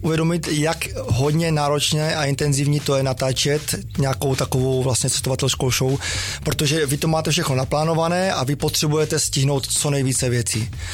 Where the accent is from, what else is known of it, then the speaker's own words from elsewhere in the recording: Crete, Greece; Tak na Kretě to je vlastně velice jednoduché pro mě, byť mám samozřejmě přízvuk a každý pozná, že nejsem z tama, ale tím, že tam vlastně jako vyrůstal jsem, jezdím tam každé léto